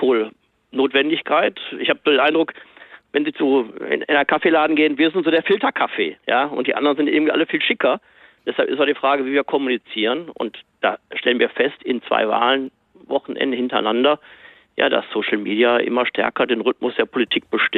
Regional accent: North Rhine-Westphalia, Germany; Ich komme aus dem Ruhrgebiet. Ich weiß, was solche Transformationsprozesse auch mit einer Gesellschaft machen.

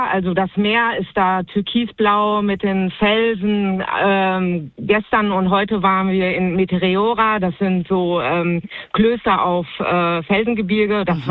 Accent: North Rhine-Westphalia, Germany; Also so als Münsterländer muss man immer gucken, was der Bauer nicht kennt, das trinkt er nicht, ne?

